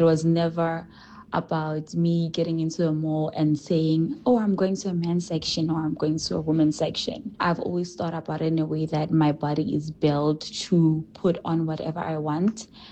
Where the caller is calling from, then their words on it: South Africa; I am from South Africa.